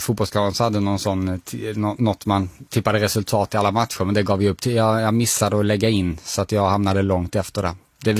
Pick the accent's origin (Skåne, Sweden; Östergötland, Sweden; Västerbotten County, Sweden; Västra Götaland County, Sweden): Skåne, Sweden; Dalby; Jag är från Dalby, så en liten rivalby.